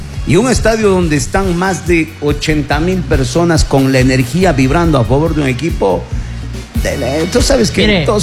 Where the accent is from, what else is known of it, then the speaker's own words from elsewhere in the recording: Ecuador; para nosotros como ecuatorianos no nos conviene pelearles